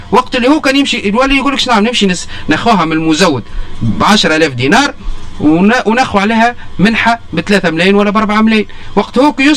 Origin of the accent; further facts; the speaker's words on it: Tunisia; بلادنا تونس